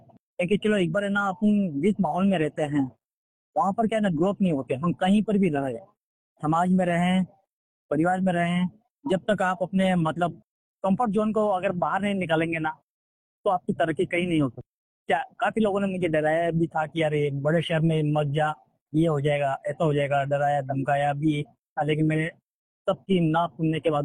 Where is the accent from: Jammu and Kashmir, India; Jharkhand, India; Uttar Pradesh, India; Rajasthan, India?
Rajasthan, India; now in Mumbai, India; और मैं राजस्थान का रहने वाला हूँ। सर जी, मैं राजस्थान का रहने वाला हूँ